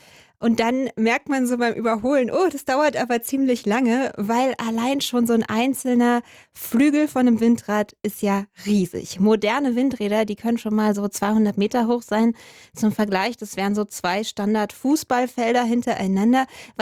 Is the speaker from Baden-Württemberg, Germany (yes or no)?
no; Berlin, Germany; Jetzt bin ich ja Berlinerin, unter dem Fernsehturm stand ich schon mal.